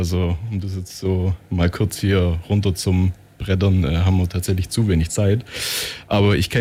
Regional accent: Ulm, Baden-Württemberg, Germany; moved away as an adult; now in Ecuador; Ich komme aus Ulm auf jeden Fall. Bin ein deutscher Hip-Hop-Sprachgesangskünstler. Und Ulmer. Schon mein ganzes Leben in Ulm gewesen, bis ich vor 2 Jahren auf Weltreise gegangen bin. Und momentan wohne ich tatsächlich in Ecuador.

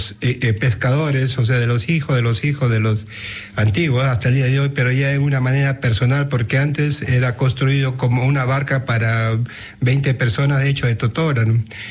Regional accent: Trujillo, La Libertad, Peru; Bueno, yo vengo de la ciudad de Trujillo, prácticamente la tercera ciudad del país del Perú, y de ahí, justamente a 15 kilómetros, hay una playa de pescadores que se llama Huanchaco, y yo vivo ahí, mi familia, mis padres.

